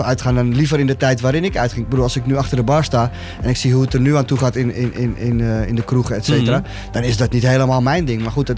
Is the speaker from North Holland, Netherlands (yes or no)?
yes; Amsterdam, North Holland, Netherlands; Maar ik heb wel liedjes waarin ik natuurlijk wel benoem dat ik uit Amsterdam kom.